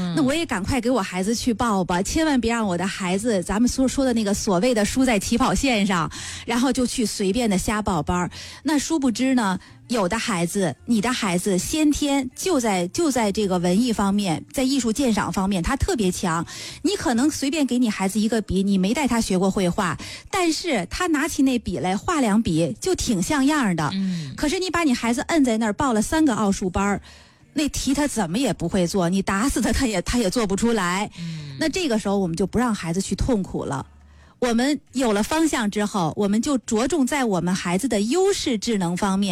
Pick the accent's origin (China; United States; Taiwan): China; 我们中国人爱什么呀